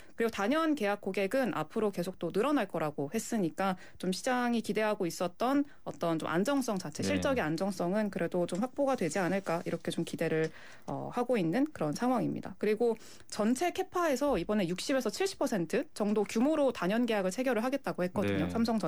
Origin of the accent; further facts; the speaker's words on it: South Korea; 아무래도 한국 사람이다 보니까 심리가 네.